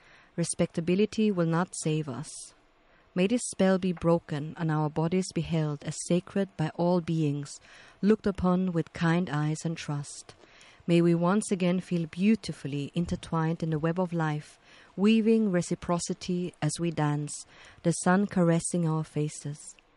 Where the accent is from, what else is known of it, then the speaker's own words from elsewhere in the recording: London, United Kingdom; I was raised in North London, in a lower middle class, predominantly black family, in a majority white neighborhood